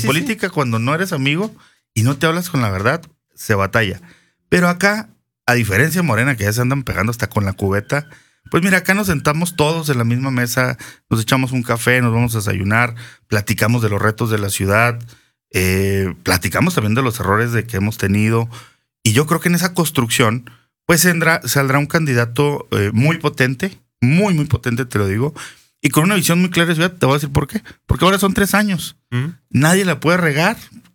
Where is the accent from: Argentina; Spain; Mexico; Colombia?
Mexico; Chihuahua; nos concebimos los chihuahuenses